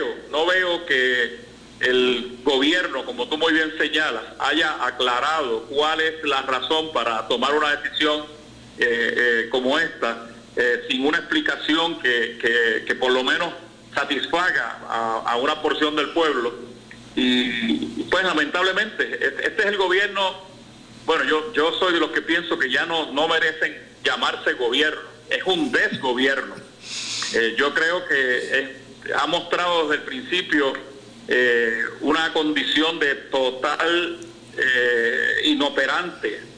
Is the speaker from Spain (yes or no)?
no; Puerto Rico; Yo fui alcalde 24 años y yo tuve que vivir la experiencia del huracán María, que fue el impacto más catastrófico en la historia moderna de mi pueblo y de Puerto Rico.